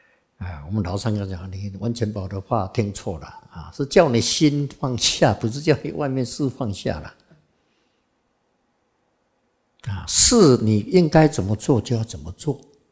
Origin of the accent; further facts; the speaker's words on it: Xizhi, New Taipei, Taiwan; born there; 因为我是在北部出生的嘛，我在汐止出生的嘛，那个体质又适合这里的气候、土壤啊